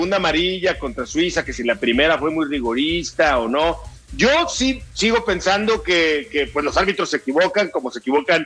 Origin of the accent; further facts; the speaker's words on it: Torreón, Coahuila, Mexico; mi afición por mi equipo de mi ciudad natal. Yo soy de Torreón, le voy al Santos Laguna